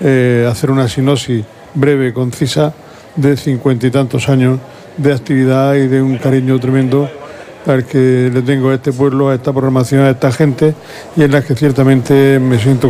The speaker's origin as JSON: {"language": "Spanish", "region": "Region of Murcia", "country": "Spain", "tie": "born or raised there", "said": "yo, como todo huertano, como todo niño de la huerta"}